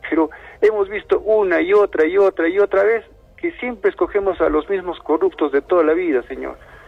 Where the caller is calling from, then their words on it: Arequipa, Peru; Me hace agachar la cabeza como arequipeño